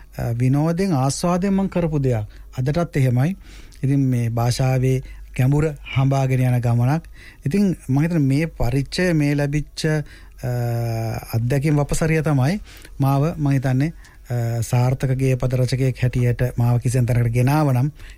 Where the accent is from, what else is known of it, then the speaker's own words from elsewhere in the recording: Matara, Southern Province, Sri Lanka; ඔව්, මගේ ගම මාතර නගරේ.